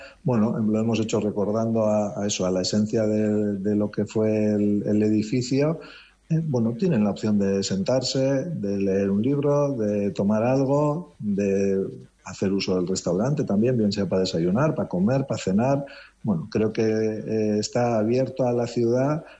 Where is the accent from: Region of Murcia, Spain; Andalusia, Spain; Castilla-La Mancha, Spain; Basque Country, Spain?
Basque Country, Spain; San Sebastián